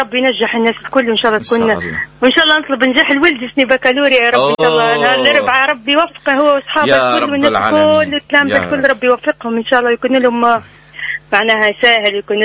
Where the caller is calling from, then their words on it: El Mettouia, Gabès Governorate, Tunisia; من المطوية.